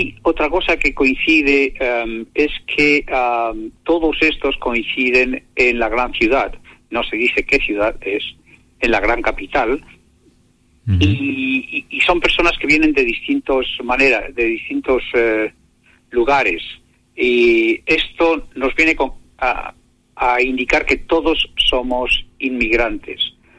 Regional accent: Fuente el Sol, Castile and León, Spain; also born or lived in United States; now in Medina del Campo, Spain; soy un inmigrante en Medina porque yo vengo de un pueblo muy pequeño cerca de Medina, de Fuente del Sol.

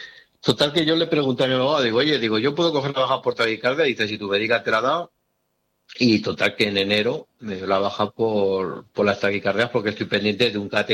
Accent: Zaragoza, Aragon, Spain; ¿Que soy el único de Zaragoza que viene al tribunal médico?

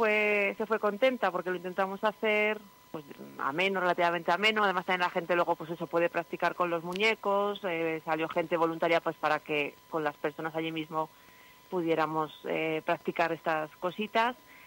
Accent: Aragon, Spain; procedemos de Torres, otro barrio de aquí al ladito

